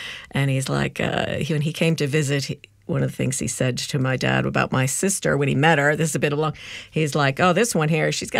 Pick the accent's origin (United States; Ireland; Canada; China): Ireland; accent: Irish; moved away as an adult; also born or lived in London; now in Australia